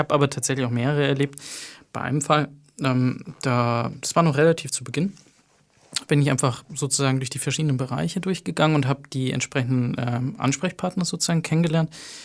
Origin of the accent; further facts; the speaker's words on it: Tunisia; now in Germany; Habe ich ja halt gesagt, meine Mutter kommt aus Tunesien. Ich bin Tunesier.